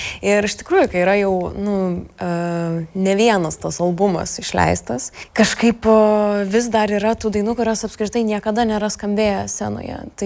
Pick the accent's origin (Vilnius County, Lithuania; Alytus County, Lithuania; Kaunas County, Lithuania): Kaunas County, Lithuania; Birštonas; born or raised there